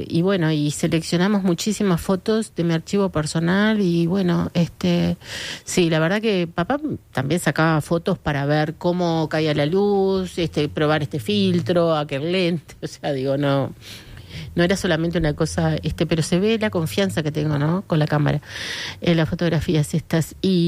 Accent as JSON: {"language": "Spanish", "region": "Paysandú", "country": "Uruguay", "tie": "born or raised there", "said": "me crié viendo boxeo en Paysandú"}